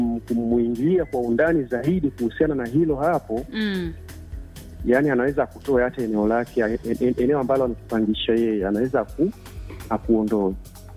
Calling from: Mafinga, Iringa, Tanzania; Sitapenda kutaja jina, lakini natokea Mafinga.

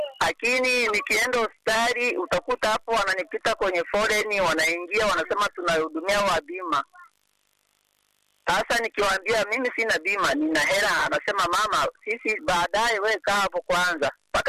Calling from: Buhemba, Mara, Tanzania; kutoka Buhemba.

